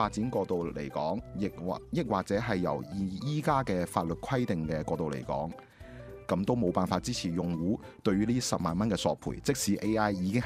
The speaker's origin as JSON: {"language": "Cantonese", "region": "Guangdong", "country": "China", "said": "我哋廣東人講嘅老作"}